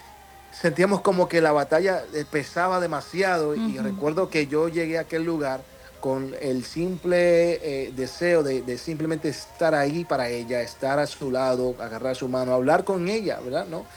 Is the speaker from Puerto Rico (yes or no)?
yes; Puerto Rico; now in Orlando, United States; Sí, ya radicamos acá. Somos puertorriqueños que vivimos acá en Estados Unidos.